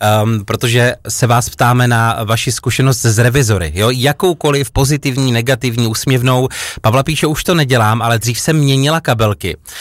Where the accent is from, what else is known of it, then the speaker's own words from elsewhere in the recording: Opava, Moravian-Silesian Region, Czechia; U nás v Opavě to bylo měsíční, no, vždycky a podobně.